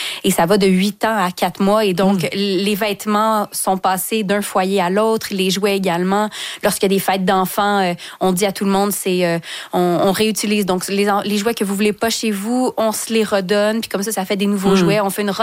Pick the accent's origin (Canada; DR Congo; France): Canada; Saint-Hyacinthe, Quebec; je venais du 450, je viens de Saint-Hyacinthe, donc j'avais ma voiture depuis que je suis ado